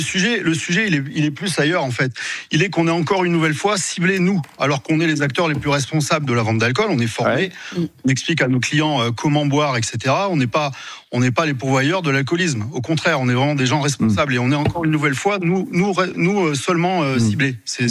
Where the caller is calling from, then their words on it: Saint-Bonnet-le-Froid, Auvergne-Rhône-Alpes, France; je suis à Saint-Bonnet-le-Froid